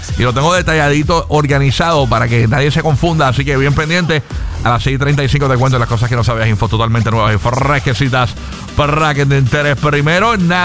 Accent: San Juan, Puerto Rico; born there; also born or lived in Fajardo / Carolina; O sea, me siento de Fajardo. Pero yo nací en San Juan, realmente.

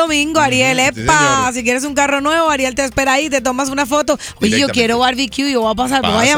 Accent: Colombia; que tuvimos en nuestra ay, tierrita Colombia.

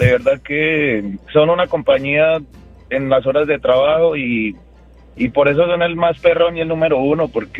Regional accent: Pereira, Risaralda, Colombia; also born or lived in Bogotá / Medellín; Yo nací en Bogotá, pero me crié en Pereira y en Medellín.

